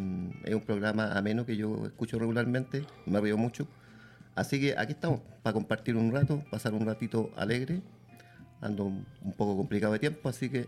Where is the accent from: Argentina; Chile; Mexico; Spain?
Chile; Isla de Maipo, Santiago Metropolitan Region; nacido y criado en Isla de Maipo, en el sector de las Mercedes. Pues me casé, me vine acá a vivir acá a la isla, llevo aproximadamente 30, 35 años.